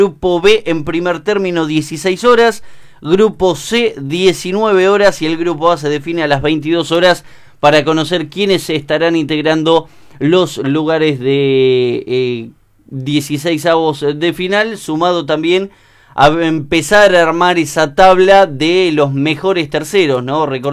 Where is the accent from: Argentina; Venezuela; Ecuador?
Argentina